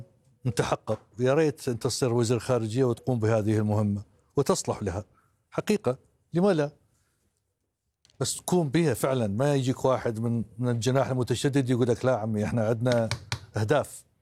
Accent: Lebanon; انا لبناني

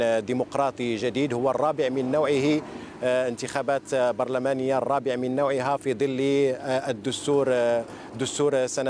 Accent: Morocco; بلادنا المغرب

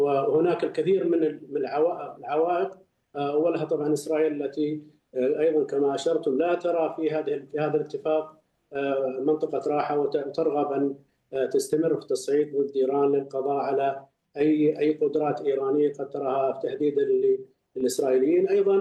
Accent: Riyadh, Riyadh Province, Saudi Arabia; بما أني من الرياض

